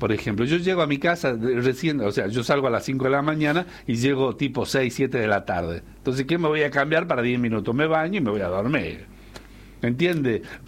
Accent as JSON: {"language": "Spanish", "country": "Argentina", "tie": "born or raised there", "said": "Yo tengo la ciudadanía alemana que me la dio mi hijo y además soy nativo argentino."}